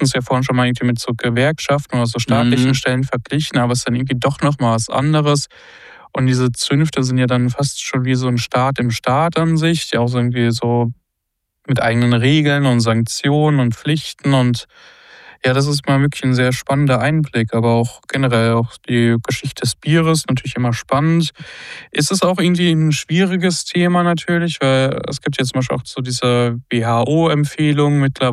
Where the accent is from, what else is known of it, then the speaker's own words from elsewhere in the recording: Southern Germany, Germany; als Süddeutscher